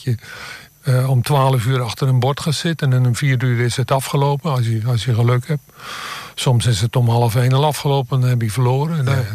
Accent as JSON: {"language": "Dutch", "town": "Rijnsburg", "region": "South Holland", "country": "Netherlands", "moved": "yes", "lives_now": "Apeldoorn, Netherlands", "said": "Oorspronkelijk kom ik uit Rijnsburg."}